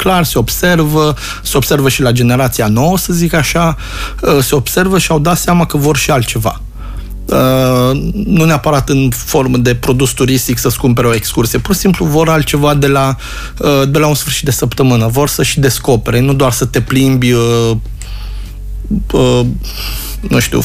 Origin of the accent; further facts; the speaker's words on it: Romania; Tu ca și român